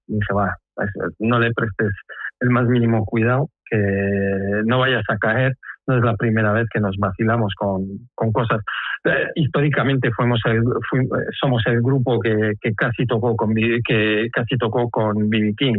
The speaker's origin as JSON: {"language": "Spanish", "town": "Bilbao", "region": "Basque Country", "country": "Spain", "said": "Somos de Bilbao"}